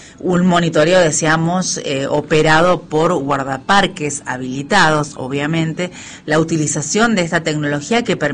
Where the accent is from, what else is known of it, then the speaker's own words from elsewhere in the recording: La Rioja, Argentina; nosotros los riojanos tenemos esta posibilidad